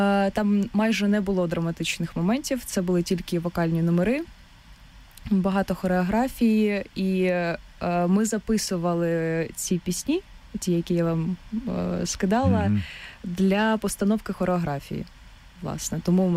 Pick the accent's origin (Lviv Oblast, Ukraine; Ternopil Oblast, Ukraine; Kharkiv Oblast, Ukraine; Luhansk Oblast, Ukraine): Luhansk Oblast, Ukraine; бо я з Луганської області